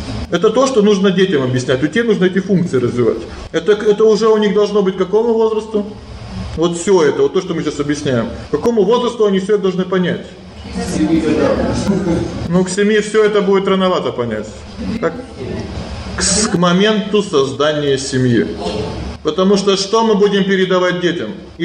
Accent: Khabarovsk, Khabarovsk Krai, Russia; born there

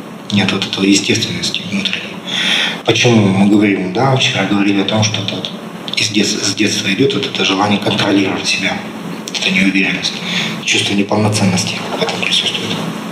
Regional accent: Russia; Если я татарин, я не могу говорить, что я немец. Правильно? Я уже татарин, все. Потому что у меня мама татарка, папа татарин.

